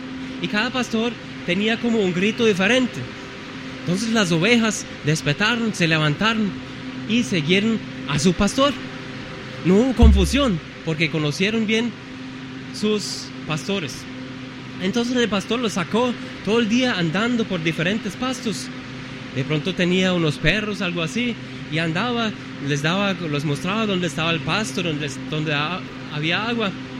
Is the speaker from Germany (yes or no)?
yes; Germany; moved away; En mi país, en Alemania, hay pastores.